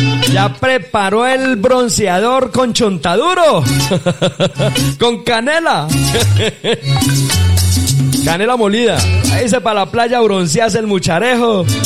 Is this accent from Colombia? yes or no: yes; Colombia